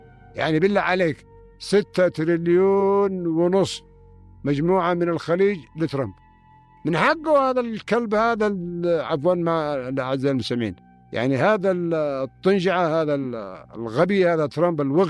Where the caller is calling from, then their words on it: Yemen; أنا بالنسبة لي يعني مواطن يمني حر